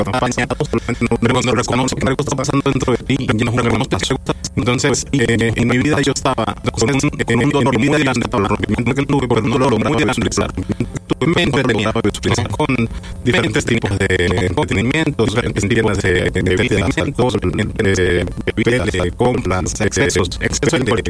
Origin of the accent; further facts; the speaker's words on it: Venezuela; moved away as an adult; now in Monterrey, Mexico; Venezuela